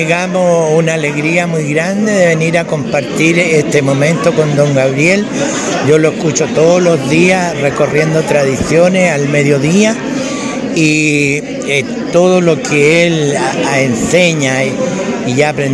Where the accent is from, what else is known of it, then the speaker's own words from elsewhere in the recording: San Pedro de Alcántara, O'Higgins, Chile; born there; moved away as an adult; also born or lived in Santiago; Primero trabajé en Santiago y vine a terminar en San Pedro de Alcántara porque quería enseñarle a los niños de mi pueblo lo que yo había aprendido en estos años